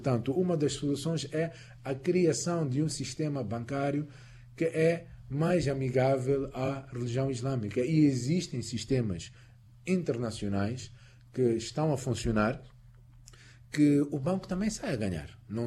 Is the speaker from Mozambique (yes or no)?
yes; Mozambique